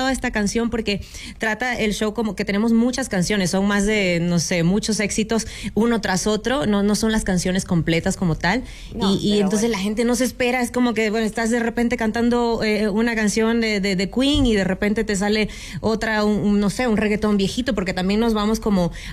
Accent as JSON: {"language": "Spanish", "country": "Venezuela", "said": "Yo, por ejemplo, soy venezolana"}